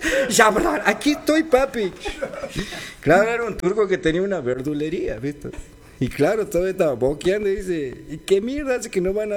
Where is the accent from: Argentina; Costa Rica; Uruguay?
Argentina; Quimilí, Santiago del Estero; yo vengo de Quimilí, más bien de Secolá, un pueblito chico.